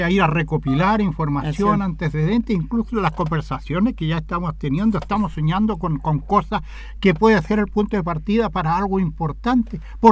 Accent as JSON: {"language": "Spanish", "town": "Cauquenes", "region": "Maule", "country": "Chile", "said": "mi tierra cauquenina"}